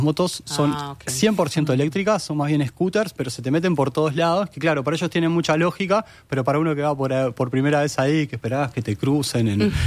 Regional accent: Uruguay; uno como uruguayo no puede dejar de pensar qué pasaría en Uruguay

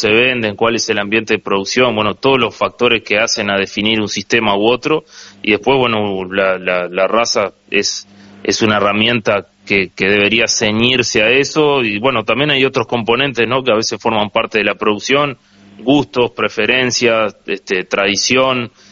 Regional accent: Uruguay; como uruguayos somos bastante conservadores

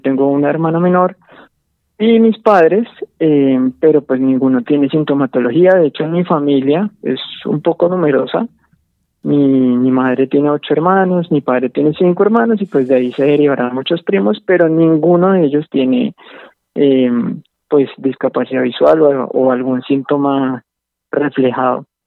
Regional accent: Bogotá, Colombia; born there; Yo nací en Bogotá, soy del año 94, tengo 32 años actualmente.

